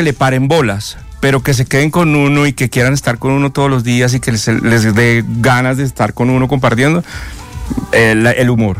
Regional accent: Colombia; lo que somos somos colombianos

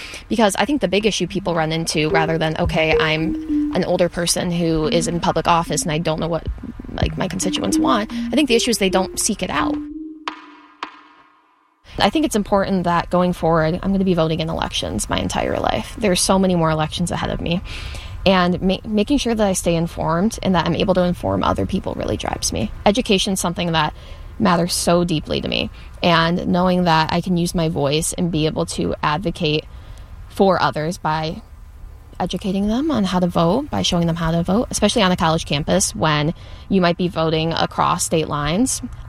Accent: Oxford, Michigan, United States; I'm from Oxford, Michigan. I am 21 and I consider myself a Democrat.

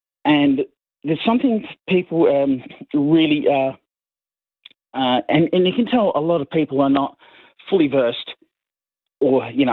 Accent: Zillmere, Queensland, Australia; I'm from Zilmere in Brisbane.

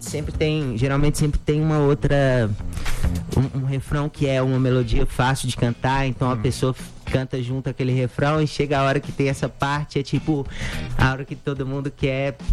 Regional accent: Belo Horizonte, Minas Gerais, Brazil; Eu sou da zona leste de Belo Horizonte, de um bairro

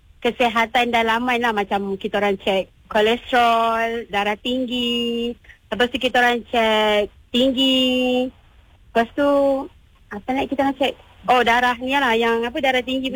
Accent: Selangor, Malaysia; Saya dari kampung Kuala Pangsun.

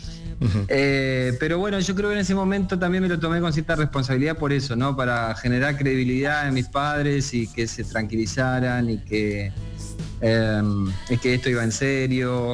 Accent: Rosario, Santa Fe, Argentina; also born or lived in Concordia; Nací en Rosario, uh-huh, me crié también por cuestiones familiares entre Rosario y Concordia, que es una ciudad más pequeñita aún.

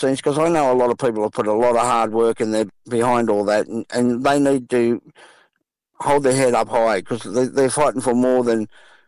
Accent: Waterloo, New South Wales, Australia; Yeah, and you know, like just to see Waterloo, because I grew up in Raglan Street back in the day, and Auntie Ruby Langford would be across the road and do her speeches.

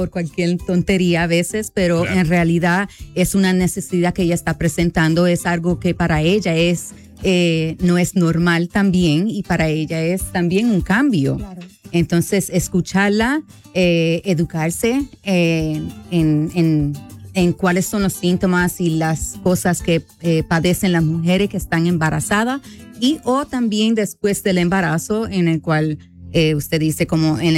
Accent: Puerto Rico

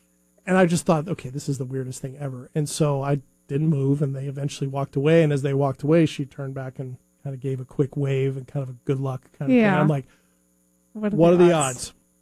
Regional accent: United States; I'm an American. I'm very screaming not local, right?

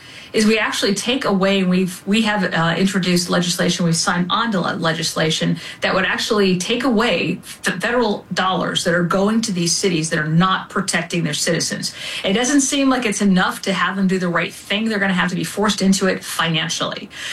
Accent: Texas, United States; And look, I'm from Texas. I really appreciate the job that the state has done

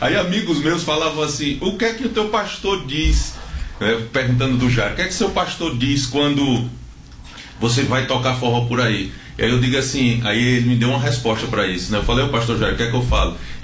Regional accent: Belém, Paraíba, Brazil; Eu sou nordestino, sou paraibano, sou de Belém, a terra, casa de pai, terra de paz, casa do pão, não é?

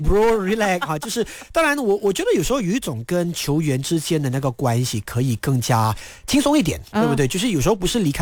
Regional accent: Malaysia

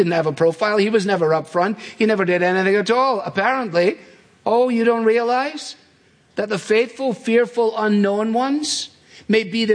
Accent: Scotland, United Kingdom; As a Scotsman, it appeals to me.

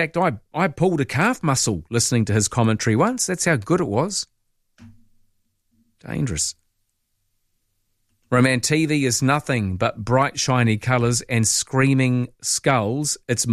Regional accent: New Zealand; I used to be a fervent All Blacks fan, particularly being a Kiwi in subs for many years.

